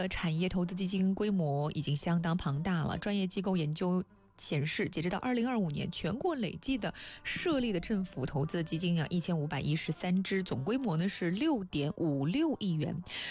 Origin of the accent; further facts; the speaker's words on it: Hefei, Anhui, China; 还是作为合肥人非常的荣幸的